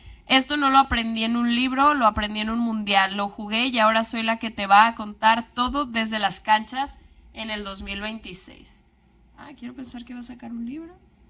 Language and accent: Spanish; Aguascalientes, Mexico; born there; Sí, yo nací en Aguascalientes.